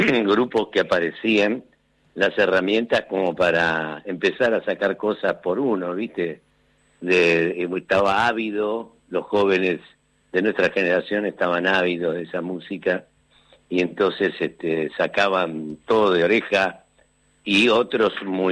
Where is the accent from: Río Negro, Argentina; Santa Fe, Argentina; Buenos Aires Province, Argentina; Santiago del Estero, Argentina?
Buenos Aires Province, Argentina; Quilmes; also born or lived in Capitán Sarmiento; de donde yo viví de chico, después cuando me crié acá, cerca de Quilmes, en Don Bosco